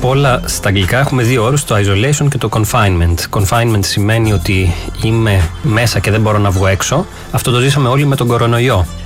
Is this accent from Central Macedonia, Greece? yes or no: no; Larissa, Thessaly, Greece; moved away as an adult; also born or lived in Athens; Γεννήθηκα εδώ στην Αθήνα, ωστόσο γενέτειρά μου θεωρώ τη Λάρισα, δηλαδή μεγάλωσα από 0 ετών στην ουσία έως τα 18 μου στη Λάρισα.